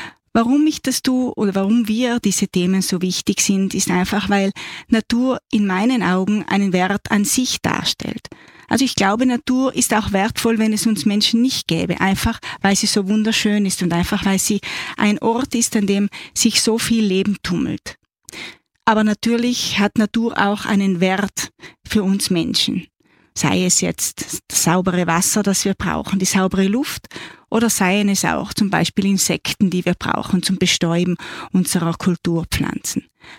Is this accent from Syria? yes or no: no; Trentino-Alto Adige, Italy; now in Austria; Ich bin Südtirolerin, lebe aber nun seit über 35 Jahren in Österreich